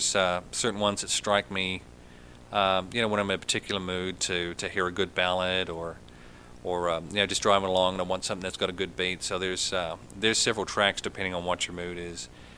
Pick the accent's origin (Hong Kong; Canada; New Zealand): New Zealand; now in Nashville, United States; getting back to my hometown of New Zealand. It's a beautiful resort there.